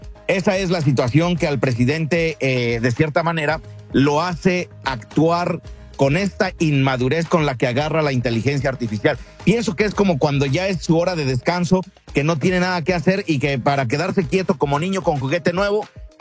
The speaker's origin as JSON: {"language": "Spanish", "country": "Mexico", "said": "Por supuesto, a nosotros como mexicanos, eso no nos gusta, porque creo que nuestro país tiene muy bien definido su territorio"}